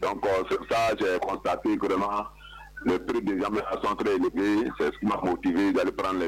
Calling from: Grand-Lahou, Grands-Ponts, Côte d’Ivoire; J'appelle de Grand Laou

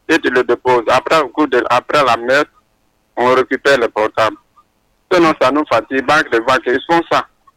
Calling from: Bondoukou, Zanzan, Côte d’Ivoire

